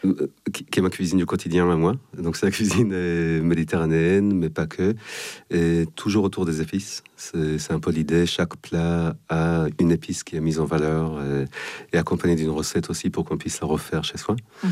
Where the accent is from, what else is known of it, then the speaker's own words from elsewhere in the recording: Israel; French is a second language; moved away as an adult; now in Paris, France; Tout à la base, en Israël, j'avais une formation artistique